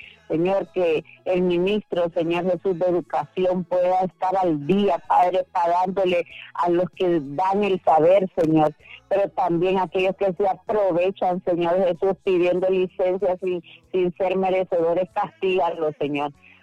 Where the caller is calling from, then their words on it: La Ceiba, Atlántida, Honduras; desde La Ceiba.